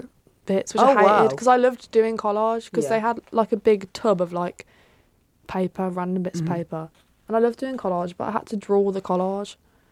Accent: West Midlands, United Kingdom; accent: Black Country; apparently I sound really black country.

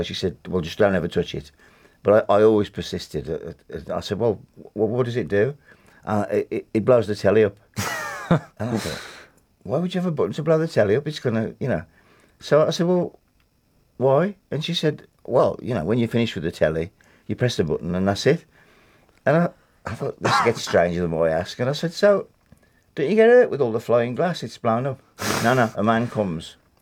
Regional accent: Wednesbury, West Midlands, United Kingdom; I'm from Wensbury

